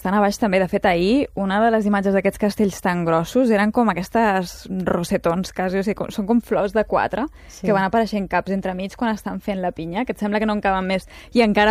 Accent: Barcelona, Catalonia, Spain; moved away as an adult; now in Tarragona, Spain; jo soc de Barcelona, a la base. Jo, el que passa que em vaig quedar amb un tarragoní i hem acabat vivint a Tarragona, però ja als 35 anys.

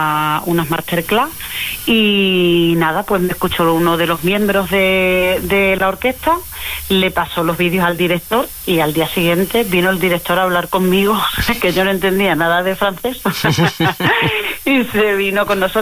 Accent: Extremadura, Spain; Me encanta de verdad cantar en mi tierra

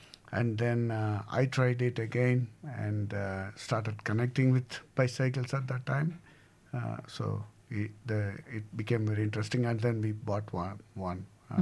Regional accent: India; moved away; I grew up in India

